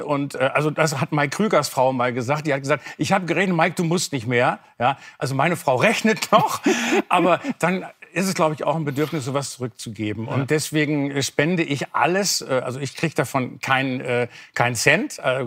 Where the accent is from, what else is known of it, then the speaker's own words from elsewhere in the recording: Bielefeld, North Rhine-Westphalia, Germany; den Kamimara Verlag, in Bielefeld, auch meiner Heimatstadt.